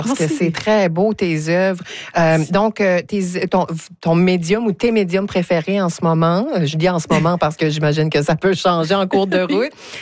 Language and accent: French; New Brunswick, Canada; now in Moncton, Canada; ça fait plus longtemps que j'habite à Moncton que j'ai habité dans la péninsule.